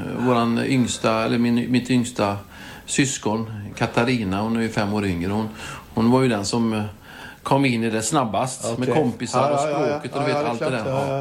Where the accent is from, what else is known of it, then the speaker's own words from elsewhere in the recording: Donsö, Västra Götaland County, Sweden; also born or lived in Trollhättan; Så jag föddes ju 65, så mina första 10 år bodde jag på Donsö. Vi bodde vid gamla fotbollsplan.